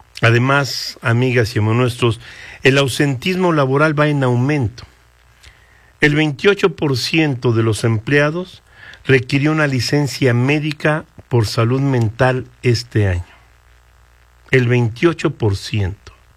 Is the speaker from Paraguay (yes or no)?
no; Mexico